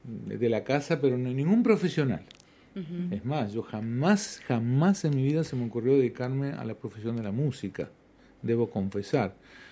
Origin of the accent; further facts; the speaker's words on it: Tartagal, Salta, Argentina; born there; also born or lived in Rosario / Jujuy / Comodoro Rivadavia; now in Mendoza, Argentina; mira, nací en Tartagal, me bautizaron en Rosario de Santa Fe. Mi cédula de identidad es de Jujuy, mi primer DNI es de Comodoro Rivadavia